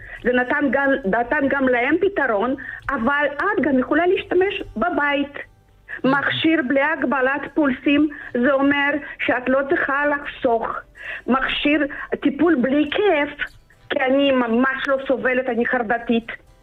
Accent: Moscow, Russia; moved away as an adult; now in Israel; כשאני עליתי לארץ לפני 35 שנה, הייתי בחורה צעירה וכולי וכולי, אבל רגליים, ידיים וכל האזורים היו בלי שיער מרוסיה, כמעט מסיביר, ממוסקבה.

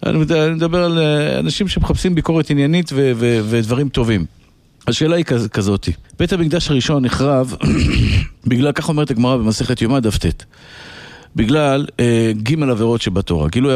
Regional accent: Bnei Brak, Tel Aviv District, Israel; born or raised there

